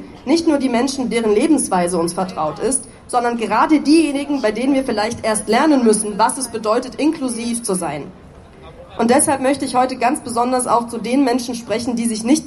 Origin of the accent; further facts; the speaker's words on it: Dresden, Saxony, Germany; wurde in meiner Geburtsstadt Dresden auf meinem ehemaligen Schulweg, 2 Haltestellen von meiner ehemaligen Schule entfernt